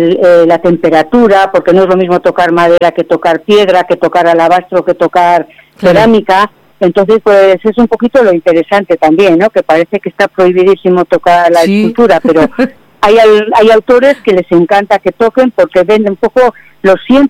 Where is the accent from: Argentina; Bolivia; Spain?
Spain; Basque Country; pues el resto somos de Álava, de Vitoria sobre todo, y de algunos pueblos de alrededor.